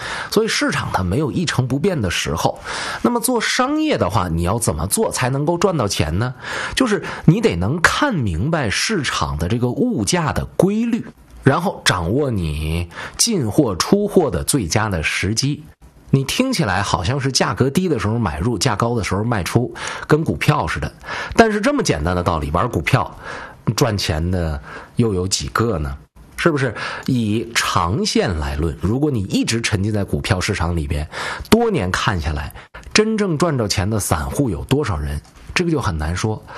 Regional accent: China; 我们中国人

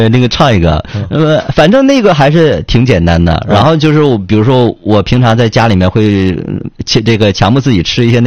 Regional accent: Northeast China, China

